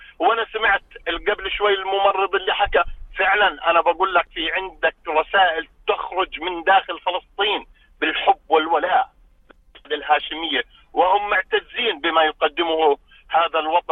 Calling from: Jordan

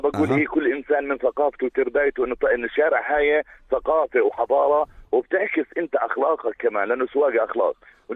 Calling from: Jordan; عندنا بالاردن

